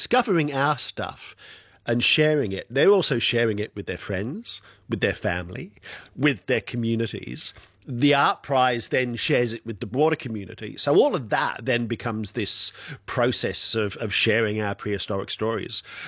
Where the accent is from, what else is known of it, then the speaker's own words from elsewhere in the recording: South Australia, Australia; let's just focus on South Australia, which is my home state, of course, and has a remarkable fossil heritage.